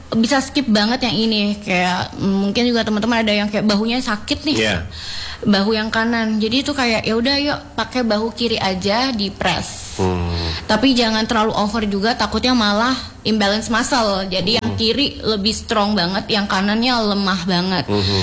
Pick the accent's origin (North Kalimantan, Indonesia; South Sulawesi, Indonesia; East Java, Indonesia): North Kalimantan, Indonesia; Tanjung; karena aku kan dari Tanjung nih, biasa main ke Tarakan, jadi biasa ikut pernah ikut kelas di Tarakan sebelum aku jadi teacher.